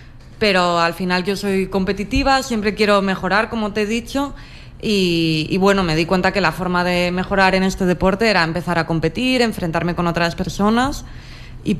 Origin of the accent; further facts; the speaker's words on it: Spain; soy la primera española que está aquí arriba